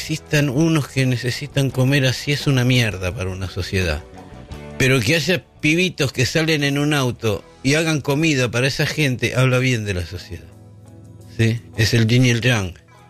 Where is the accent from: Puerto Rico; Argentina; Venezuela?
Argentina; sos argentino, y digo argentino. ¿Por qué no nací en Hawái, boludo?